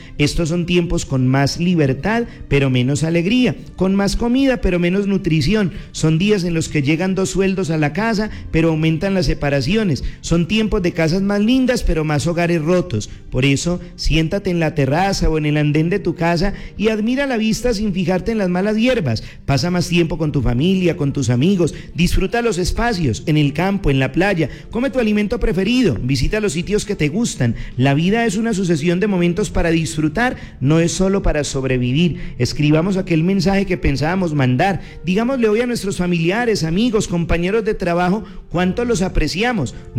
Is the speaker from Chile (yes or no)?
no; Colombia